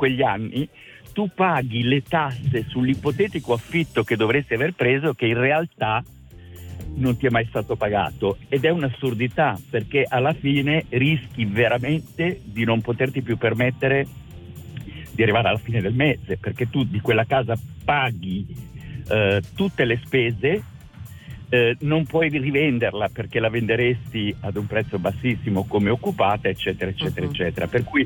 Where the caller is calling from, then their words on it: Milan, Lombardy, Italy; Allora io sono di Milano.